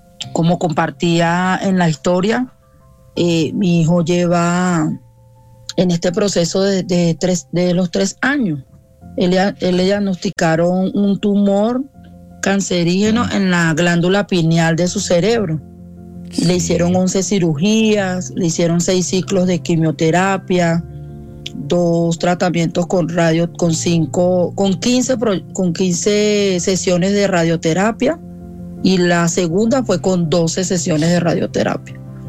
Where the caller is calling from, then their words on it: Bogotá, Colombia; Ahorita vivimos acá en Bogotá.